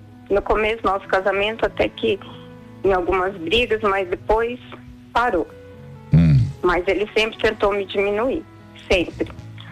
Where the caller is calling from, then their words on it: Brazil; Eu falo do Brasil.